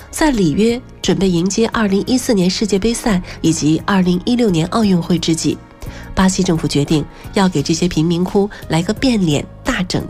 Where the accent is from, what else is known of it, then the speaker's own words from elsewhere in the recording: China; 负责守门的几个黑人一听说我是中国人都很高兴